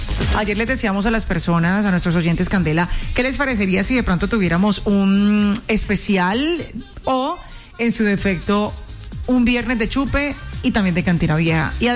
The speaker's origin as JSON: {"language": "Spanish", "country": "Colombia", "said": "porque al fin y al cabo somos colombianos, nos duele la misma patria"}